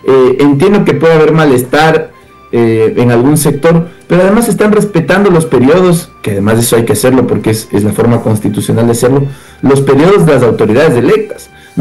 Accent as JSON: {"language": "Spanish", "country": "Ecuador", "said": "para nosotros como ecuatorianos y como ciudadanos"}